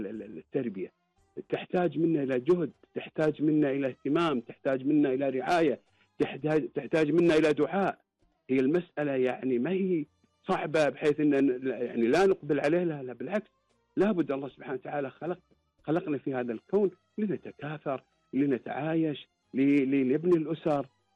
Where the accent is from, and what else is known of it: Kuwait